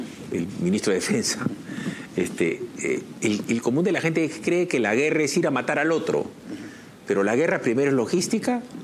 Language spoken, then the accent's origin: Spanish; Talara, Piura, Peru; now in Lima, Peru; Ahora, yo viví de chiquito en Talara, Piura, y la gente acá en Lima cree que todos los ríos son o como el río Rima o como los ríos de la sierra